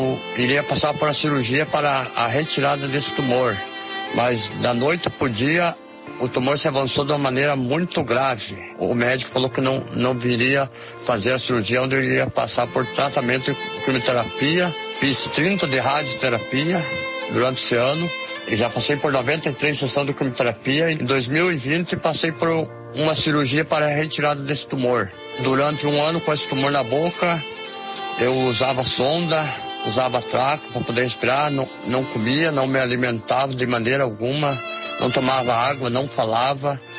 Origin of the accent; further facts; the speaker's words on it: Timbó Grande, Santa Catarina, Brazil; sou da cidade de Timbó Grande, Santa Catarina